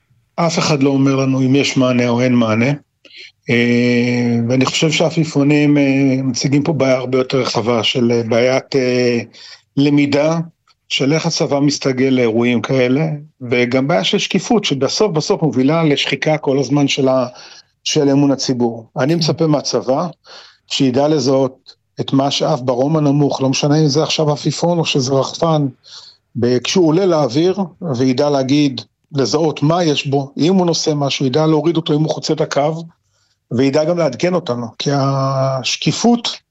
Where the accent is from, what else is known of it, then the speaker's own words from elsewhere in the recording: Kfar Aza, Southern District, Israel; אני גם כילד וגם כבאדם בוגר בקיבוץ כפר עזה עם ילדיי